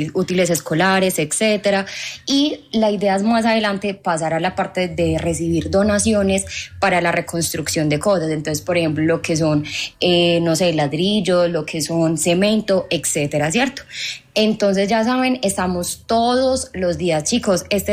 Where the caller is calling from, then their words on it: Medellín, Antioquia, Colombia; yo me comunico desde Medellín.